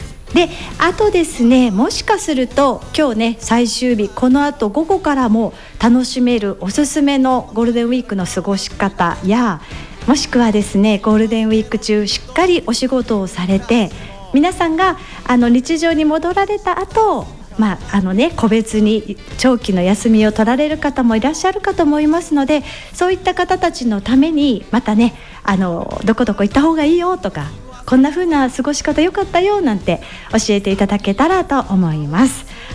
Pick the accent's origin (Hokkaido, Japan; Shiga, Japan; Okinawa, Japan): Okinawa, Japan; Ishigaki; moved away as an adult; also born or lived in Tokyo; ですね、出身は石垣市出身です。はい、高校までこちらで育ちまして、その後進学で東京、まあ、就職も東京でしたね。その後沖縄本島でも働いて戻ってきております。